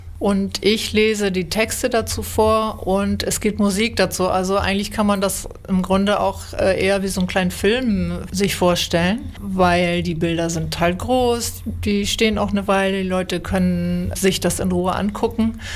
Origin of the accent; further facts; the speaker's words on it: Hamburg, Germany; now in Bremen, Germany; Ich lebe und arbeite in Bremen. Ich bin zum Studieren hergekommen. Eigentlich komme ich aus Hamburg.